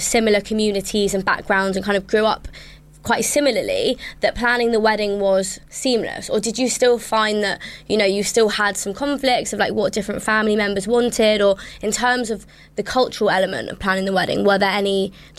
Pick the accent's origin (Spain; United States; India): India; we are both Indian